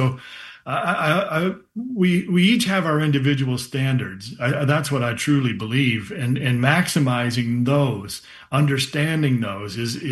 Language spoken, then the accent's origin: English; Flint, Michigan, United States; the spirit of my hometown in Flint, Michigan